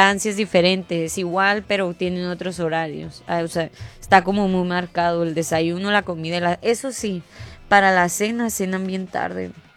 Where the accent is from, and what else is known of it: Mexico; now in Spain